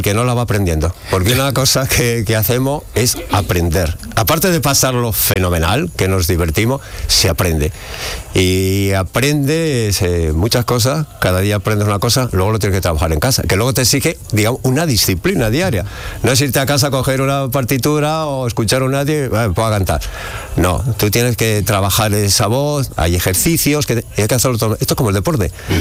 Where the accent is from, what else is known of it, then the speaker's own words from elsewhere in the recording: Aranda de Duero, Castile and León, Spain; Yo de niño cantaba, me acuerdo, en una escolanía de mi tierra. Yo soy de Burgos, de Aranda de Duero, y allá en la escolanía cantaba, ¿no?